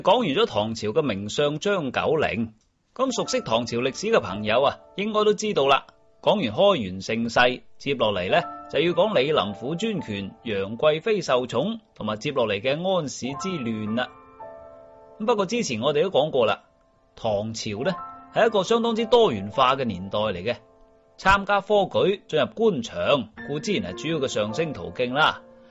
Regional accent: China; 不过大家知啦，我哋中国人啲老祖宗日子系过得好讲究嘅

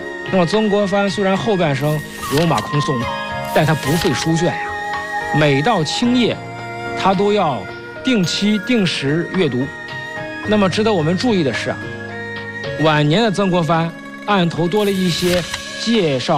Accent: China; 当前我们中国人同样面临着世界百年未有之大变局

